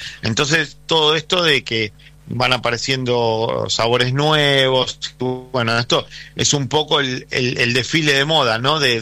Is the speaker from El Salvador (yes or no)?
no; Buenos Aires, Argentina; De Villaluro y Liniers.